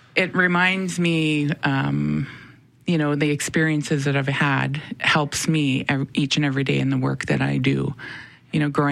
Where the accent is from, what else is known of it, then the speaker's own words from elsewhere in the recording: Winnipeg, Manitoba, Canada; Born and raised in the north end of Winnipeg.